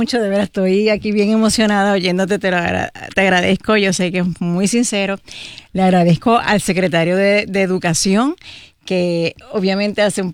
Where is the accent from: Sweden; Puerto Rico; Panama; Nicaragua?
Puerto Rico